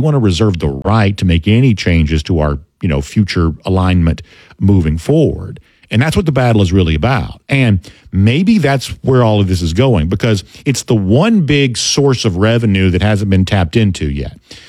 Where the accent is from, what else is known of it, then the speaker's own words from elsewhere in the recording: the South, United States; But as a Southerner, I like the fact that the SEC stands for sports in the part of the country that I come from.